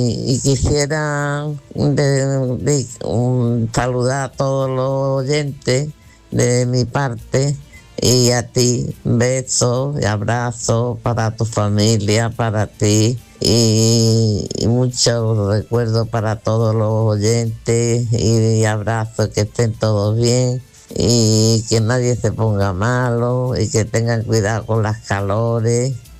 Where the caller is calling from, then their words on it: Churriana, Andalusia, Spain; Hola, Manolo. Manolo Gordo, hola. … de Churriana, Málaga.